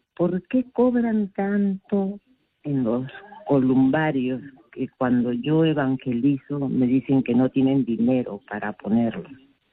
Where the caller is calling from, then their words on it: Callao, Peru; del Callao